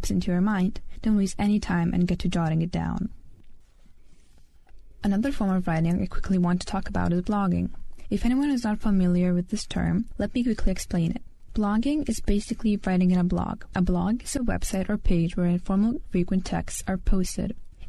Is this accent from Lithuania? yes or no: yes; Lithuania; English is a second language